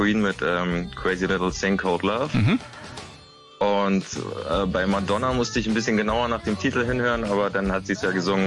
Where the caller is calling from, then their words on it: Berlin, Germany; Nee, in Berlin-Schöneberg, ja, aber der Garten ist in Britz.